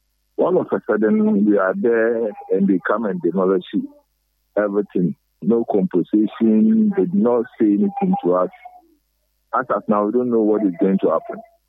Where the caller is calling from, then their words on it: Ghana; I'm calling you from Kodoko, Madina area.